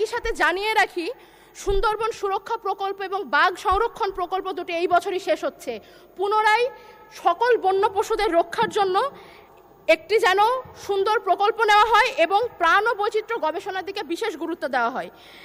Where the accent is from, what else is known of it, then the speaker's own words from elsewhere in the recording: Daulatpur, Khulna Division, Bangladesh; আমি সীমান্তবর্তী এলাকায় জন্মগ্রহণ করেছি। মাননীয় স্পিকার, আমি কুষ্টিয়া জেলার দৌলতপুর উপজেলার মেয়ে।